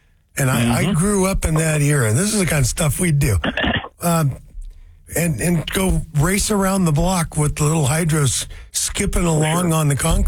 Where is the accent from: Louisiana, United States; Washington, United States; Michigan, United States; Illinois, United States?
Washington, United States; Seattle; Everybody it's was here growing up in Ballard. We had hydro shops